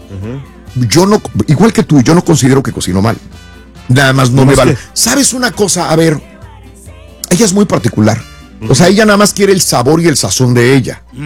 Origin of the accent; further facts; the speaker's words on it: Mexico; Soy mexicano.